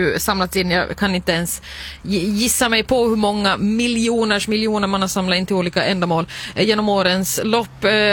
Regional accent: Finland; Som en finländare, som den finländare jag är, så har

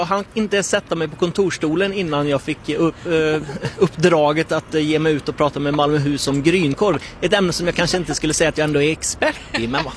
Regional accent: Västra Götaland County, Sweden; född och uppvuxen här i Skaraborg

